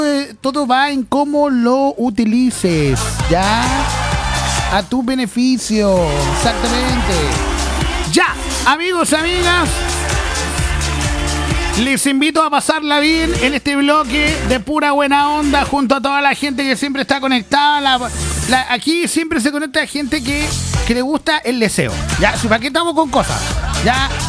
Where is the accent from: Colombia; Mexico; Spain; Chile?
Chile; Yo no, ustedes saben que yo, como buen chileno, yo soy mecha corta, ¿no?